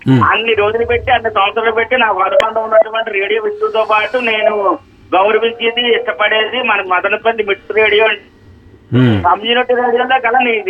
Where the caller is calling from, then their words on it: Bhimavaram, Andhra Pradesh, India; మా స్థానిక భీమవరం, పశ్చిమ గోదావరి జిల్లాలో భీమవరంలో